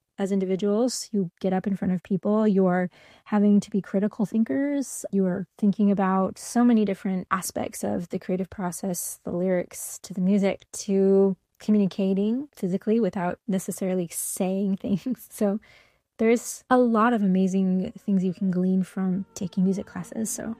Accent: Sacramento, California, United States; Sacramento is my hometown

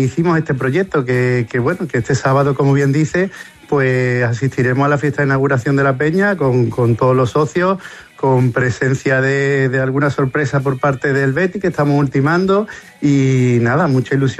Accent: Seville, Andalusia, Spain; moved away as an adult; now in Valle del Guadiaro, Spain; yo ya llevo casi 25 años en la zona, yo soy de Sevilla

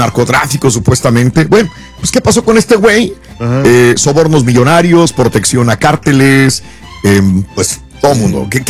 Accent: Matamoros, Tamaulipas, Mexico; yo soy de Matamoros, pero la familia de mi mamá es de Nuevo León, Gualahuises, Linares.

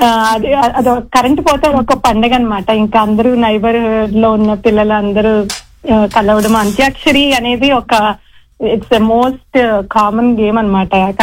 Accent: Gudivada, Andhra Pradesh, India; born there; నేను తెలంగాణ నుంచి కాదు, ఆంధ్ర.

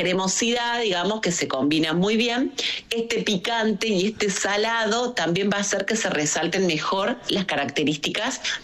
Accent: Argentina; Hay, por supuesto, la mayoría, sin lugar a dudas, somos argentinos

